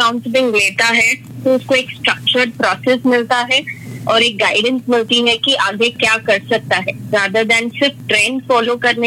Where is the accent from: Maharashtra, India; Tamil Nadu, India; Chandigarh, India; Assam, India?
Maharashtra, India; Mumbai; मैं अमची मुंबई से हूँ।